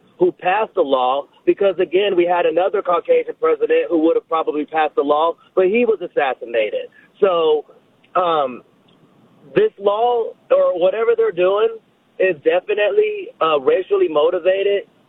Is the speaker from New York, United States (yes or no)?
no; Chicago, Illinois, United States; now in Portland, United States; Well, I am African American from Chicago, and I live in Portland currently.